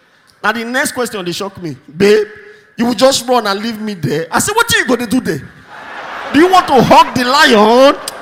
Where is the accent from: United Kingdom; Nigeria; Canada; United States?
Nigeria